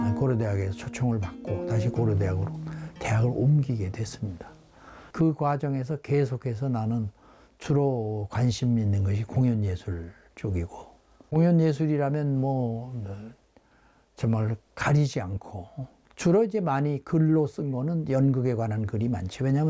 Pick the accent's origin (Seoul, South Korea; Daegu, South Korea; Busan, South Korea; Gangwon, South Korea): Gangwon, South Korea; Sokcho; born there; also born or lived in North Korea; 1950년에 이제 전쟁이 일어나는 바람에 월남을 해서 강원도 속초에 가서 어린 시절에 성장을 했어요.